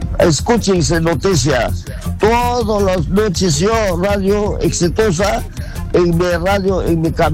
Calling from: Lima, Peru; De San Juan de Lorigancho.

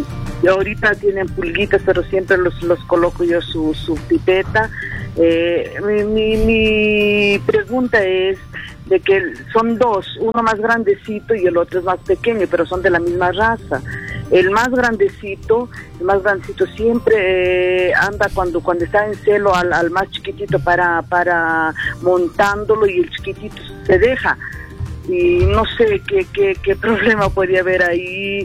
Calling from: Cajamarca, Peru; Soy de Cajamarca

